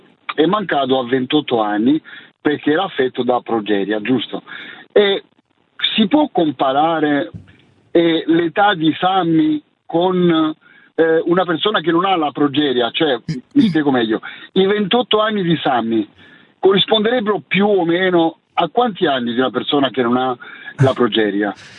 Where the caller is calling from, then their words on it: Veneto, Italy; io chiamo dalla provincia di Treviso.